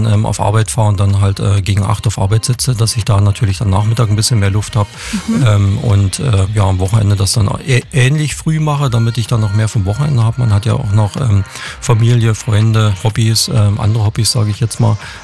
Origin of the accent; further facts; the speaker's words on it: Krauschwitz, Saxony, Germany; Also ich habe es jetzt in der Ecke, wo ich herkomme, das ist die sächsische Lausitz, also Krauschwitz die Ecke.